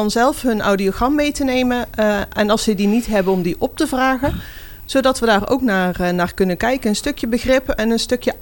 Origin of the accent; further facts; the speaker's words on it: Netherlands